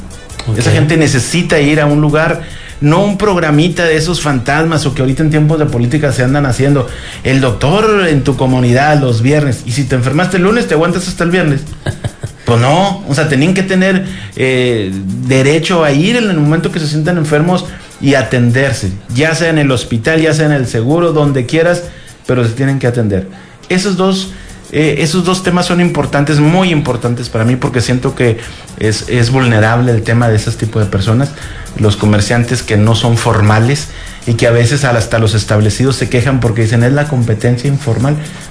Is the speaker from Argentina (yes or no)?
no; Mexico